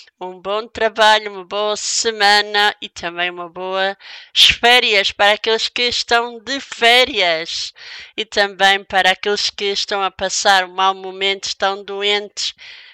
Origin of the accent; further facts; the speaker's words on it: Madeira, Portugal; now in Barcelos, Portugal; um beijinho vai ali para a Madeira, Madeira para a minha terra natal